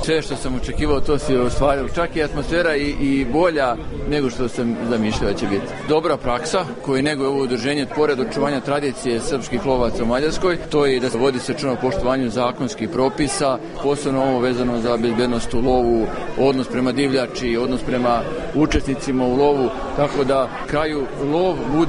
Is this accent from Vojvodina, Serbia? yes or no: yes; Novi Sad, Vojvodina, Serbia; Da, dolazim iz Novog Sada